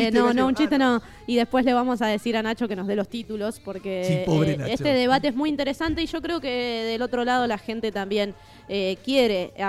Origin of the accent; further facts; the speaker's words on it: Argentina; Y con todo lo que somos los argentinos.